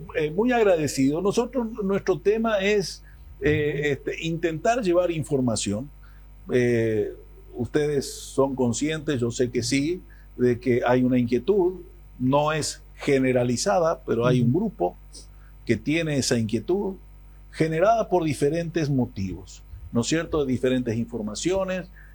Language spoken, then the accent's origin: Spanish; Paraguay